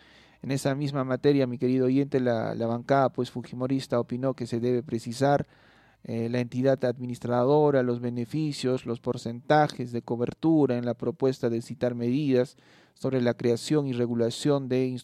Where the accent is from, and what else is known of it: Peru